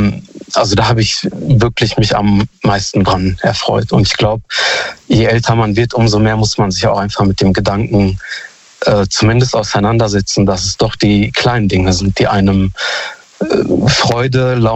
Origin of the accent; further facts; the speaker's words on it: Hamm, North Rhine-Westphalia, Germany; Hallo Daniel … ich komme aus Hamm.